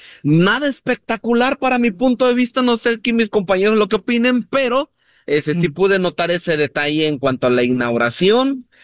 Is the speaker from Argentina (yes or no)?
no; Mexico; para mí como mexicano